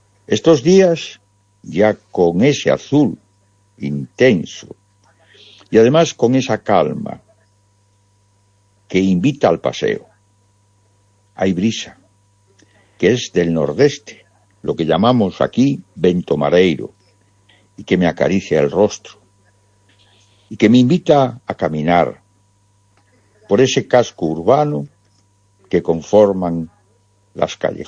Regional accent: Galicia, Spain; forma parte de mi paisaje y que evidentemente, como buen gallego, pretendo cuidar y mostrar.

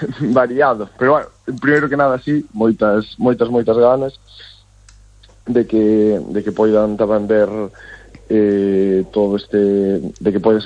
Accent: Galicia, Spain; first language Galician

